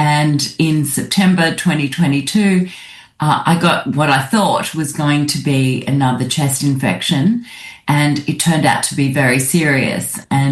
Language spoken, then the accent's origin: English; Australia; I really thought of myself as Australian first and Jewish, not even a close second. So my Jewish background was very limited.